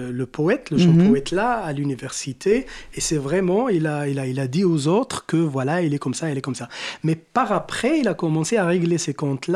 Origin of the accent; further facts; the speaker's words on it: Morocco; Pourquoi chez nous, au Maroc, on a pas mal de gens comme ça, agressifs, qui en veut les autres